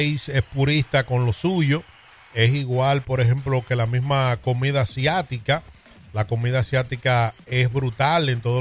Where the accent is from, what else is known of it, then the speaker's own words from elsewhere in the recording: Licey al Medio, Santiago, Dominican Republic; born there; yo nací en una zona en Licey al Medio, en Las Palomas, donde se asaba mucho y se asa mucho cerdo para diciembre